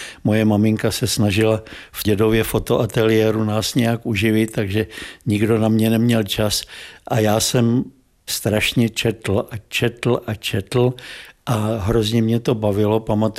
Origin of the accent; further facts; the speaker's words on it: Vysoké Mýto, Pardubice Region, Czechia; born there; Já jsem se narodil tady ve Vysokém Mýtě v roce 1943 v době druhé světové války